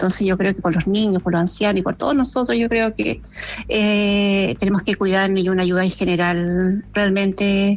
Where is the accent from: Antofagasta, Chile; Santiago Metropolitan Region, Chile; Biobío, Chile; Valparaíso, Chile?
Antofagasta, Chile; Calama; moved away as an adult; now in Tocopilla, Chile; yo soy de Calama, y nos vinimos acá a Tocopilla hace 7 años con mi esposo.